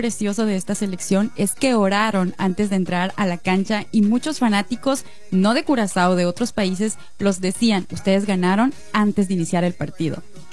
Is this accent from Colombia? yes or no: no; Ecuador; Gane o pierda, somos ecuatorianos y estamos aquí para apoyarnos y disfrutar juntos.